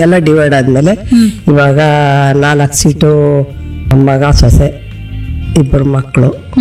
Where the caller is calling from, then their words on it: Agadur, Karnataka, India; ನಮ್ಮೂರ ಹೆಸರು ಆಗತ್ತೂರು.